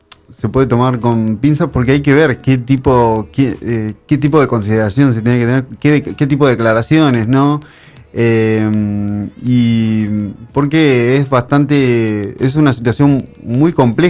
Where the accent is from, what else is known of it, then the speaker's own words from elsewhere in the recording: Argentina; Yo creo que un rasgo como argentinos es